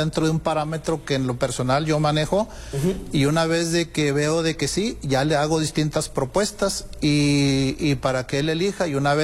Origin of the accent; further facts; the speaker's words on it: Sabinas, Coahuila, Mexico; No, señor, yo vengo desde Sabinas, Coahuila. Uh-huh. Ahí hemos manejado algo de la operación en la cuenca carbonífera.